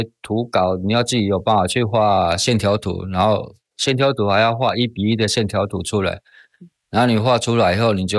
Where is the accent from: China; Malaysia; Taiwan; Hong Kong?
Taiwan; 我们台湾人其实就是去那边就当台干嘛